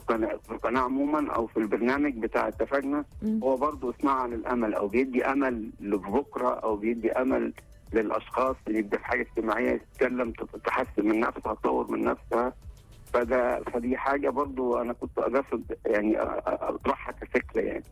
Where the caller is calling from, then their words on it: Aswan, Aswan Governorate, Egypt; انا من اسوان